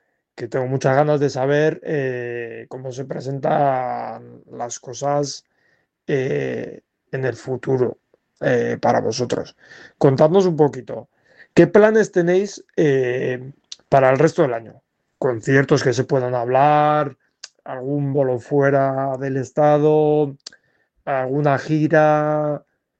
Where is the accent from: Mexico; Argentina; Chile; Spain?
Spain; Madrid, Community of Madrid; Madrid siempre ha sido nuestra, bueno, es mi segunda casa como madrileño. Nacido allí es tocar en casa